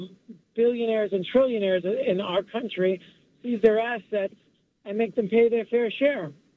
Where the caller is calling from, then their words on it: Bronx, New York, United States; Good morning, Frenchie. This is … from the Bronx. How are you today?